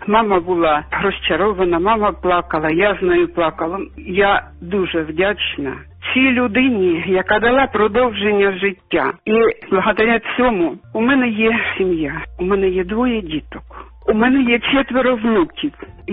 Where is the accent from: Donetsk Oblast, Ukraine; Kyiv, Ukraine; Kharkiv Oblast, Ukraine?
Kharkiv Oblast, Ukraine; Vasyshcheve; Я народилась в селі під Харковом, в Васищевах. Ми жили в селі.